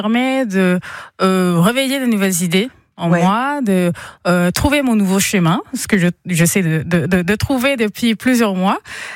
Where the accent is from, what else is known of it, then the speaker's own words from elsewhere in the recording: Caracas, Capital District, Venezuela; moved away as an adult; now in Strasbourg, France; On vient tous les deux de Caracas.